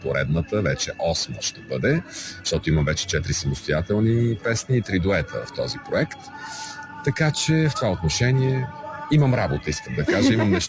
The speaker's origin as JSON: {"language": "Bulgarian", "town": "Botevgrad", "region": "Sofia Province", "country": "Bulgaria", "tie": "born or raised there", "said": "Решихме да я направим в моя роден град, защото аз съм роден в Ботевград."}